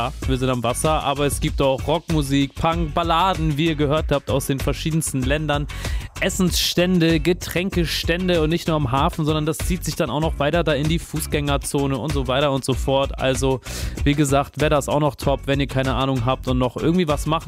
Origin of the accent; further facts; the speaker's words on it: Bremen, Germany; Ich komme ja auch da aus der Ecke